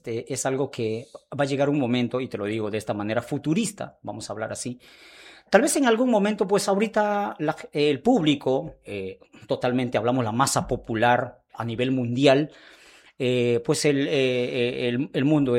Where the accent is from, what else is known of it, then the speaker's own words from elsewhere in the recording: Peru; los peruanos siempre hemos sido capos también grabando